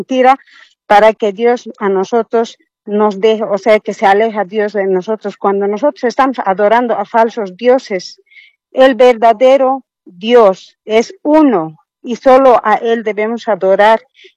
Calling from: Cochabamba, Bolivia; Hablo de Cochabamba.

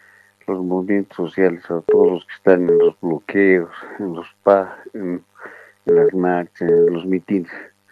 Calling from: La Paz, Bolivia; de La Paz.

